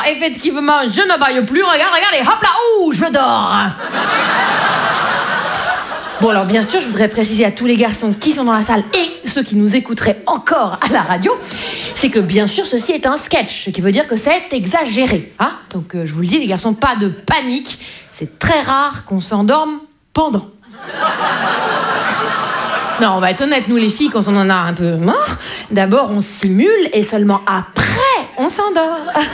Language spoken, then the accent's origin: French; Liffol-le-Grand, Grand Est, France; Je viens des Vosges. Les Vosges, vous voyez? Les Vosges, vous voyez? C'est en France, hein, vous voyez? C'est juste avant l'Ukraine, vous voyez? C'est dans l'Est, en Lorraine. Et moi, je viens de Liffol-le-Grand, voyez?